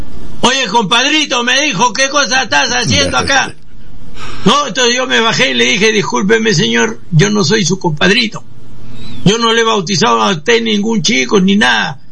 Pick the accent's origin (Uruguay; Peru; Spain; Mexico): Peru